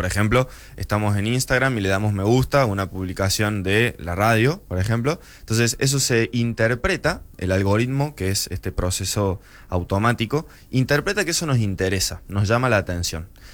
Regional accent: Córdoba, Argentina; now in Capilla del Monte, Argentina; Yo soy de Córdoba capital.

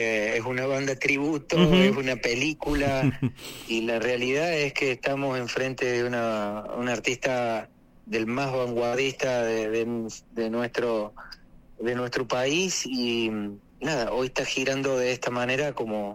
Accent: Córdoba, Argentina

